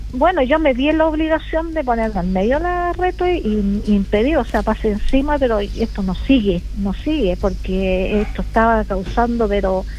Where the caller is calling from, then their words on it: Coquimbo, Chile; yo soy vecina acá del Arrayán Costero, en el kilómetro 499-600 aproximadamente.